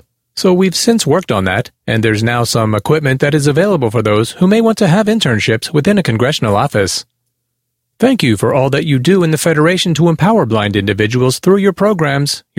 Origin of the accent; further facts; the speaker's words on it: Texas, United States; Thank you all for the work that you're doing in my home state of Texas because you are making a difference there.